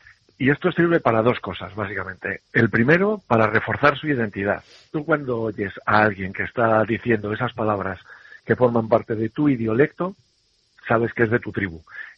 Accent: Castile, Spain; now in Galicia, Spain; yo también, aunque soy ya más gallego que cualquier otra cosa, soy castellano, y en Castilla, claro, es todo como más seco

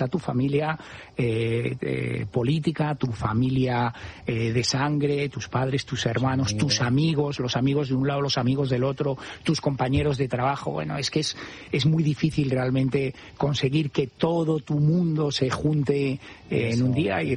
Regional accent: Cigales, Castile and León, Spain; pues nos casamos en Cigales, que era mi pueblo.

